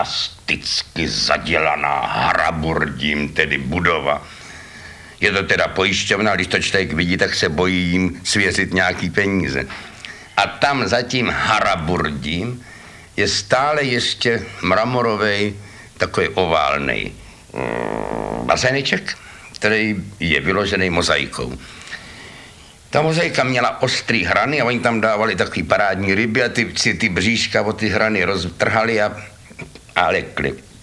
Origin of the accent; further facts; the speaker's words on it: Prague, Czechia; born there; jsem se narodil na Smíchově